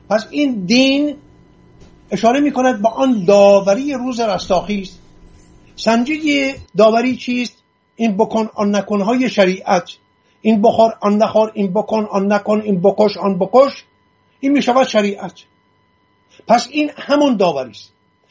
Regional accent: Iran; first language Assyrian Neo-Aramaic; Persian is a second language; من آشوری تبار هستم، آشوری زاده هستم، از آشوری های ایران، یک تبار بسیار بسیار کهن ایرانی

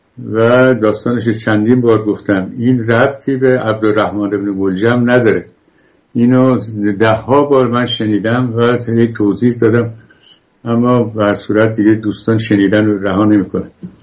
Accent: Iran; چون من خودم بختیاری هستم که به کسی بر نخورم

